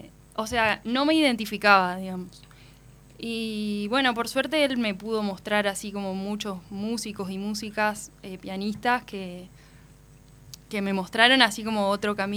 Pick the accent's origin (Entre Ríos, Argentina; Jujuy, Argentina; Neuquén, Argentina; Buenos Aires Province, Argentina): Entre Ríos, Argentina; Nogoyá; moved away as an adult; also born or lived in Santa Fe; now in Paraná, Argentina; yo soy de Nogoyá.